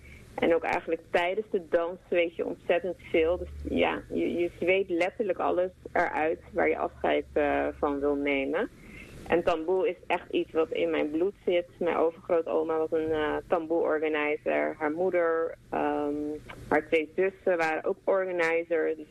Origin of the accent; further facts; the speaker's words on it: Rotterdam, South Holland, Netherlands; also born or lived in Curaçao; Ik ben een eilandskind, geboren op Curaçao en eigenlijk opgegroeid in verschillende leefwerelden in Rotterdam.